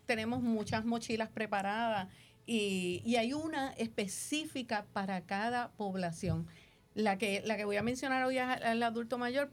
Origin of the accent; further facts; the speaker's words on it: Peñuelas, Puerto Rico; Yo soy del área sur, vengo de Peñuelas